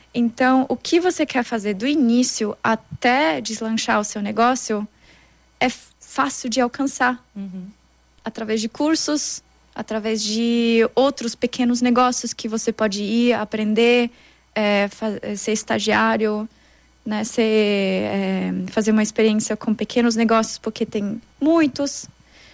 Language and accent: Portuguese; Austria; Portuguese is a second language; moved away as an adult; now in Brazil